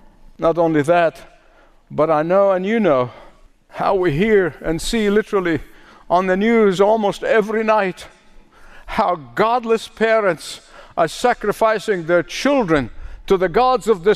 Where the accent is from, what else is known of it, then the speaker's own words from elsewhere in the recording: Egypt; You know, now growing up in Egypt, we were taught in school, almost recited on a regular basis, that the Nile is the life of Egypt.